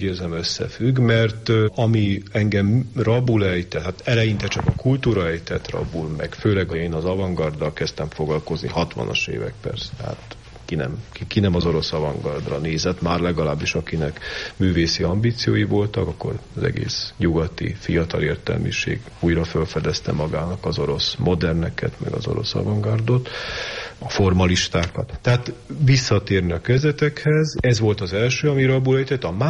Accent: Hungary; és én magyar vagyok

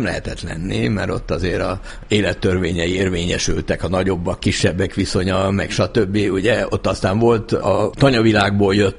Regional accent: Agárd, Fejér, Hungary; also born or lived in Budapest; én 4 éves voltam, amikor Zuglóból oda költöztünk, mert államosították édesapám pékségét, és lementünk az agárdi házunkba.

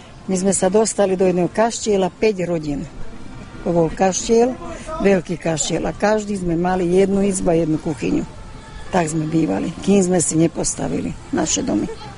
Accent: Hungary; now in Slovakia; Ja som stadiaľ to odišla ako Slováčka, nevedela som maďarsky nič. Z Maďarska na Slovensko.

